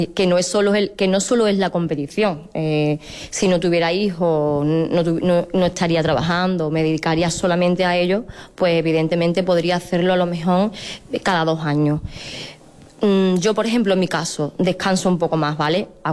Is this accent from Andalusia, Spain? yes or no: yes; Palma del Río, Andalusia, Spain; Para mí es un orgullo competir en mi pueblo.